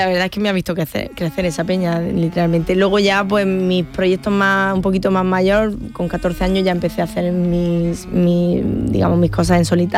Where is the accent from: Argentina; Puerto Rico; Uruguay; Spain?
Spain; Granada, Andalusia; born there; hacemos un homenaje a Granada, a mi tierra